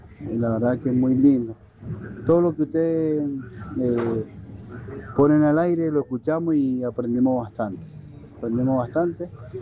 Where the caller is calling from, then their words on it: Las Heras, Mendoza, Argentina; nosotros somos de La Acera, de parte del Plumerillo. Estamos en la calle Dorrego y Lisandro Moyano.